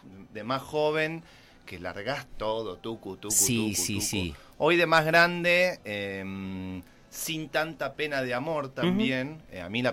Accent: Buenos Aires, Argentina; now in San Fernando, Argentina; Viví muchos años de chico en Capital y bueno, viste que venís acá y respirás, es eso. Pero en San Fernando, donde vivo allá

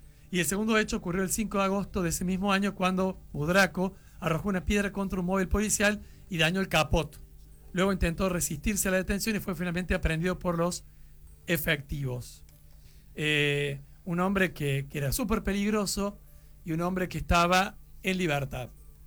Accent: Argentina; Somos muchos los argentinos de bien que no estamos llegando.

